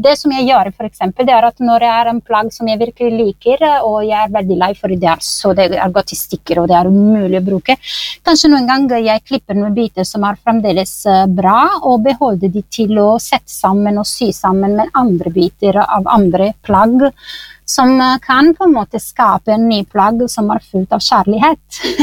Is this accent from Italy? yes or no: yes; Italy; Norwegian is a second language; now in Norway; jeg kommer fra Italia